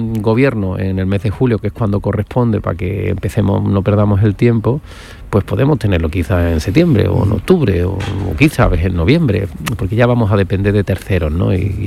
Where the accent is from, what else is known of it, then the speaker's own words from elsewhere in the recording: Andalusia, Spain; ¿Qué ganamos los andaluces